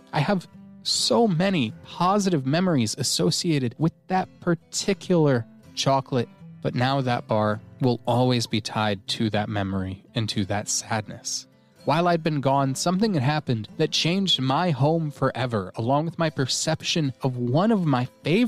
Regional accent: Colorado, United States; now in Australia; you can probably tell that I'm not an Australian. I'm from the colorful centennial state in the US of A, Colorado.

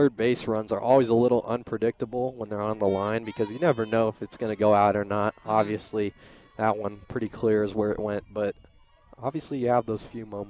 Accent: Colorado, United States; born there; I came from Pooter, so we're both both pretty local here.

